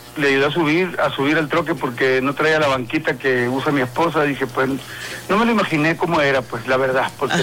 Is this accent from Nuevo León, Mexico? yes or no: no; Nogales, Sonora, Mexico; mi pueblo, aquí en Nogales, en mis hermanos